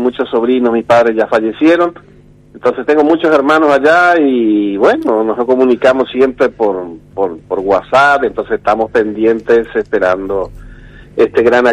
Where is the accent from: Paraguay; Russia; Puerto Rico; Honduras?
Paraguay; Caaguazú; first language Guarani; Spanish is a second language; moved away as an adult; now in Santa Fe, Argentina; yo soy de Caguazú, una provincia que está muy cerquita de la frontera con Brasil.